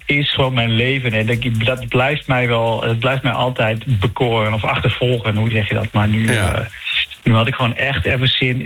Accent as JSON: {"language": "Dutch", "region": "Overijssel", "country": "Netherlands", "said": "nou kom ik uit Twente"}